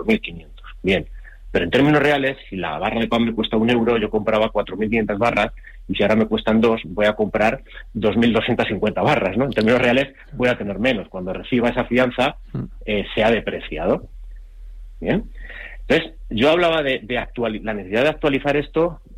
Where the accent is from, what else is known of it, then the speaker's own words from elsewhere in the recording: Madrid, Community of Madrid, Spain; En Madrid, por ejemplo, yo soy de Madrid